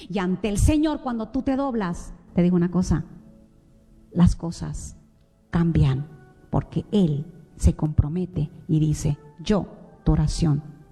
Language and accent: Spanish; Mexico; yo soy mexicana